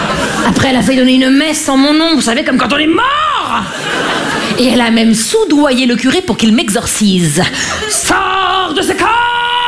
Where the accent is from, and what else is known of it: Grand Est, France; accent: Vosges